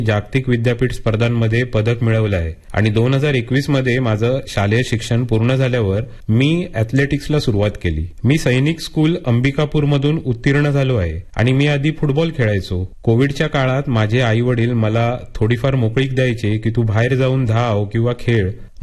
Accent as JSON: {"language": "Marathi", "region": "Chhattisgarh", "country": "India", "said": "मी 200 metre आणि 400 मीटरचा national record holder आहे आणि मी छत्तीसगडचा रहिवासी आहे सर. आणि मी सध्या ओडिशाकडून खेळतो."}